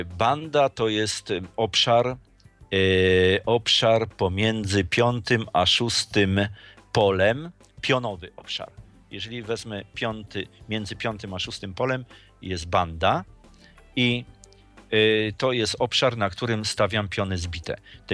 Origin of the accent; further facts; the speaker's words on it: Łódź, Łódź Voivodeship, Poland; Ja jestem z Łodzi